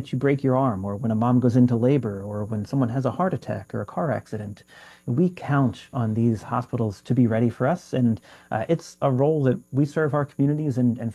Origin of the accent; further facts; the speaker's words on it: North Carolina, United States; I worked in a hospital in my hometown in North Carolina.